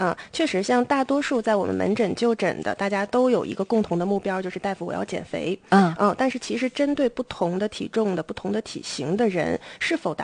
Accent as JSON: {"language": "Chinese", "country": "China", "said": "对于我们中国人来说"}